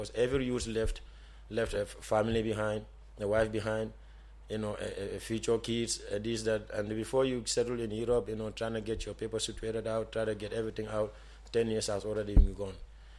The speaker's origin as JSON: {"language": "English", "country": "Gambia", "also_born_or_lived": "United States / Chicago", "moved": "as an adult", "lives_now": "Germany", "said": "I came from America, I'm a Gambian."}